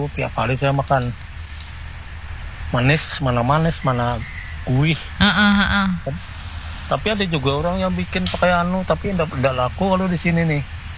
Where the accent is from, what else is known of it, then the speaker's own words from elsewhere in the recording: South Kalimantan, Indonesia; Tiba hari, ujar orang kami Banjar loh tiba hari, tahun dahulu tiba hari.